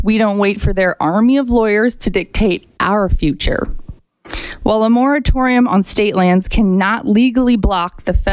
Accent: Salcha, Alaska, United States; I'm a resident of the Fairbanks North Star Borough, and I'm both from Salcha and Fairbanks.

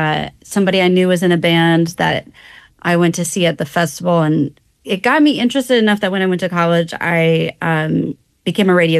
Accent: Juneau, Alaska, United States; born there; also born or lived in Ketchikan, Alaska; So I grew up in Juneau. I was born in Ketchikan, but we moved to Juneau when I was about 9.

